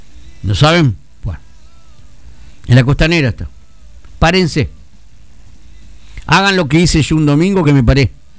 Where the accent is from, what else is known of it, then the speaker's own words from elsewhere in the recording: Santa Fe, Argentina; Yo soy sureño. Me crié en el Barrio Sur y sé lo que es el sur.